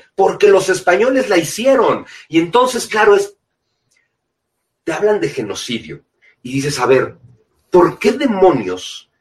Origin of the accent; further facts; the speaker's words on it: Mexico; los culpables de la masacre indígena en México somos los mexicanos.